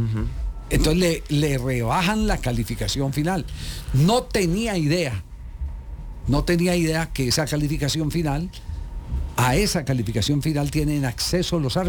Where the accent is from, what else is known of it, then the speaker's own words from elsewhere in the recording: Caldas, Colombia; La coincidencia es que es frente al equipo de mi tierra, el Once Caldas.